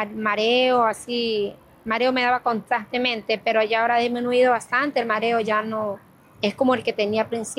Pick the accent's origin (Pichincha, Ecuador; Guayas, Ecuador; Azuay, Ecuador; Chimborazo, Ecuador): Guayas, Ecuador; Salitre; yo soy de Salitre, a veces no tenía para el pasaje para ir a Salitre